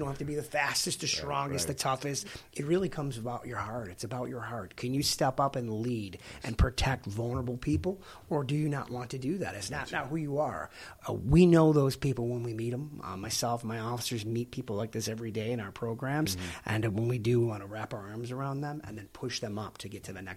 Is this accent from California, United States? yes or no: no; Buffalo, New York, United States; Again, I'm from Buffalo originally.